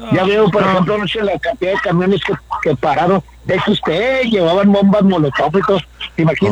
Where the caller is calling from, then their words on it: Mexico; Pues eso nos perjudica a todos como mexicanos.